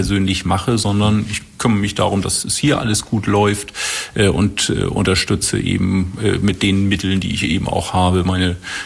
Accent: Eckernförde, Schleswig-Holstein, Germany; obwohl ich ja Ehrenmitglied des BC 78 in meiner Heimatstadt Engernförde bin.

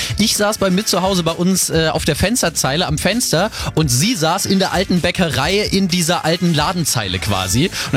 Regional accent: Schleswig-Holstein, Germany; ich komme ja aus Bobeck. Das ist bei Gelting in Schleswig-Flensburg.

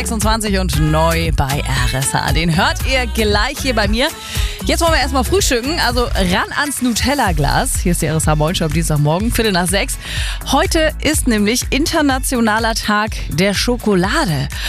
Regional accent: Eckernförde, Schleswig-Holstein, Germany; In Eckernförde, in meiner Heimat, mitten in der Innenstadt von Eckernförde

